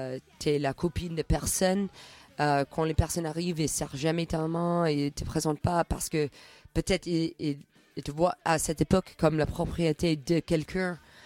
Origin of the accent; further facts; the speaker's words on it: Edmonton, Alberta, Canada; moved away as an adult; also born or lived in Montréal; En fait, j'ai quitté Edmonton à l'âge de 18 ans.